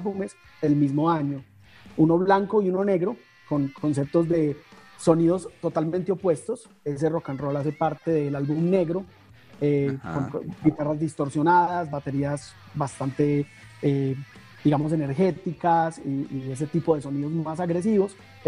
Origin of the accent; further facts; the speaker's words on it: Antioquia, Colombia; yo soy antioqueño y quería hacer algo más relacionado, más cercano a, pues a los Andes, a la región a la que yo pertenezco.